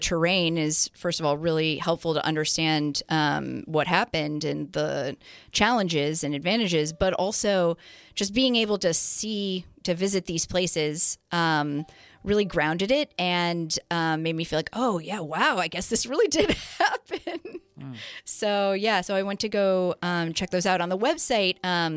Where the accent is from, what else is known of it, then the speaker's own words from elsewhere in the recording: Chicago, Illinois, United States; I grew up in the Chicago area